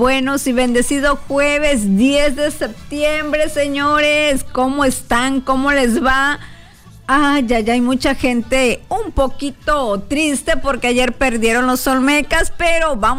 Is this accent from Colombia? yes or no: no; Tabasco, Mexico; que se sienta que somos mexicanos, que somos tabasqueños.